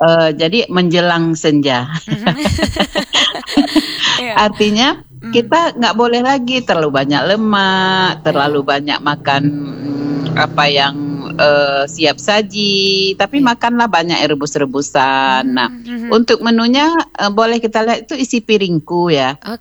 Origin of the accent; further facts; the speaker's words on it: Aceh, Indonesia; kita kan orang Aceh